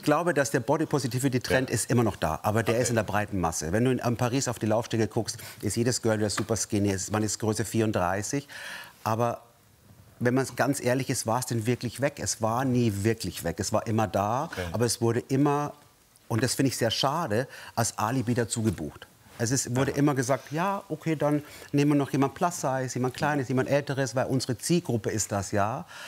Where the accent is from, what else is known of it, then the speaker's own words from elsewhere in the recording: Bavaria, Germany; Also ich komme aus Bayern